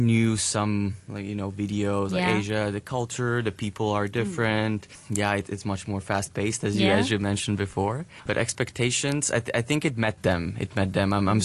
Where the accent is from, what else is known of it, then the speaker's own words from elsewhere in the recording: Latvia; I'm right now 24 years old. I come from Latvia, a beautiful country in Eastern Europe.